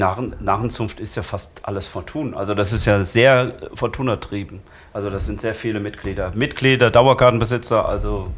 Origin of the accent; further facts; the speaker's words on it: Bad Brückenau, Bavaria, Germany; Bin in Bad Brückenau geboren. Aber es hat mich dann Rheinland geschlagen, weil es steckt bei uns in der Familie das Rheinländische